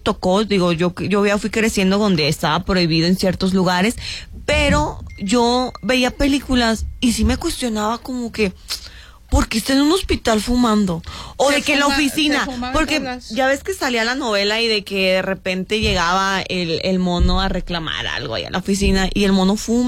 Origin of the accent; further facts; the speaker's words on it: Sonora, Mexico; Pero yo vengo de Sonora, o sea, ya las mujeres se producen un buen.